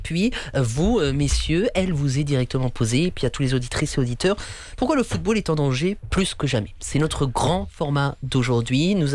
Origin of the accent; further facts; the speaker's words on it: Oissel, Normandy, France; also born or lived in Rouen; je suis natif de Oissel, petite commune dans les alentours de Rouen. Enfin, je suis né à Rouen et j'ai grandi à Oissel.